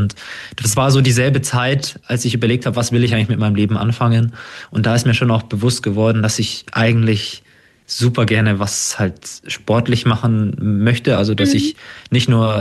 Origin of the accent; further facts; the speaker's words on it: Kolmberg, Bavaria, Germany; Es ist ein ganz kleiner Verein in meiner Heimat. Also ich komme aus Kolmberg und der Verein daneben, der TVL Leutershausen, der hat mich 2011 aufgenommen